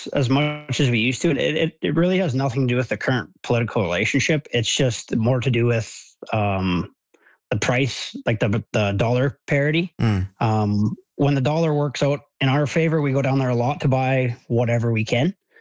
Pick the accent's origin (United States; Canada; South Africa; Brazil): Canada; I guess as far as how does that make me feel as a Canadian, I feel the same as I always have.